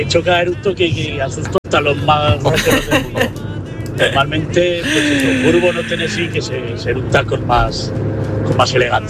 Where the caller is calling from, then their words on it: Zaragoza, Aragon, Spain; Yo soy rockero … de Zaragoza